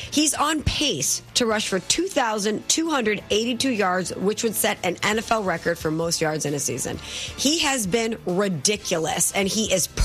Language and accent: English; Chicago, Illinois, United States; I'm from the Loop, and I'm proud. Always from the Loop and always proud.